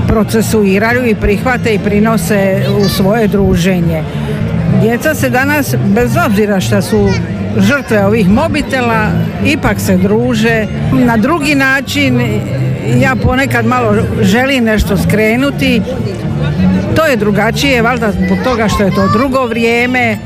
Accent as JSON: {"language": "Croatian", "town": "Trogir", "region": "Split-Dalmatia County", "country": "Croatia", "tie": "born or raised there"}